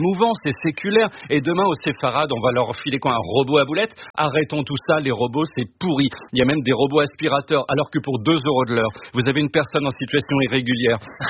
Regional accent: Brittany, France; Et moi, je viens de Bretagne, une partie de ma famille y vit encore.

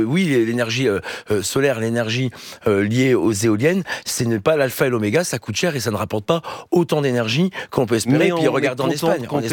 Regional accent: Hauts-de-France, France; moi je suis du Nord, donc Gravelines à Dunkerque, je sais très bien comment est positionnée, fonctionne cette centrale nucléaire

